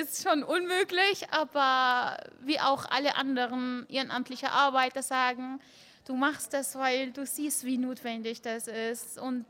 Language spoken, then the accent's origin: German; Bavaria, Germany; now in Stuttgart, Germany; dann sage ich direkt aus der Nähe von Würzburg